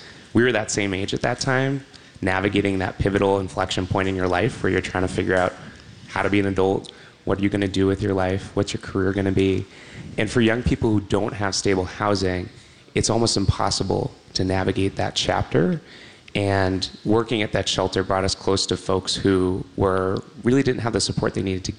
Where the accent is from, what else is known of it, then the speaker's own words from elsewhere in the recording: Westborough, Massachusetts, United States; Yeah, so growing up in Westboro, I had the opportunity to represent my town as part of this statewide service initiative